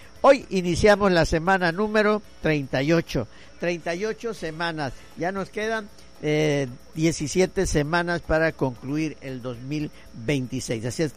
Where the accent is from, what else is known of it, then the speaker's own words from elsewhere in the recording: Chiapas, Mexico; born there; un servidor chiapaneco de nacimiento, Carmelita por Abolengo.